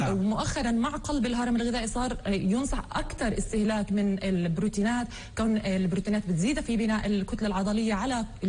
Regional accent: Palestine; احنا هون عندنا في فلسطين

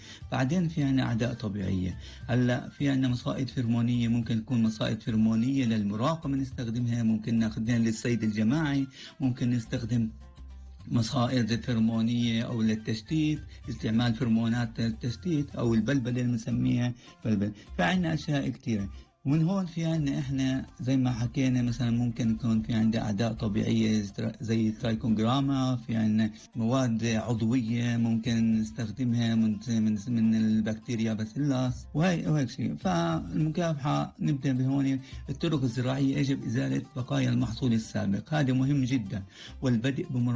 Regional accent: Palestine; طبعا هاي الحشرة ظهرت عندنا في فلسطين تقريبا في حوالي 2012

